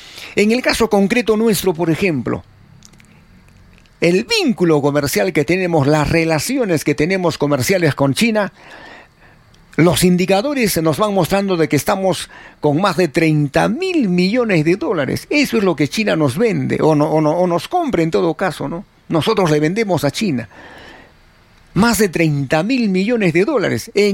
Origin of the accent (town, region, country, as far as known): Peru